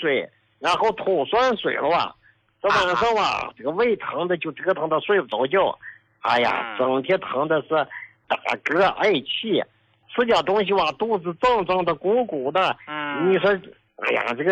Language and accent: Chinese; Inner Mongolia, China; 胡老，我是内蒙古的一个患者，也是你的老患者了啊。